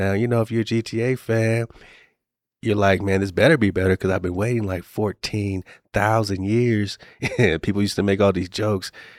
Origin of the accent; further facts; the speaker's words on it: Inglewood, California, United States; growing up in Inglewood, California